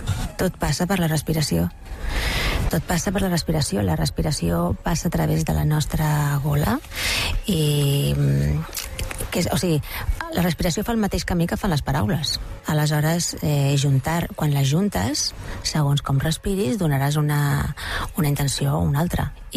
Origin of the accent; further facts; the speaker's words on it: Catalonia, Spain; jo penso en català, jo soc catalana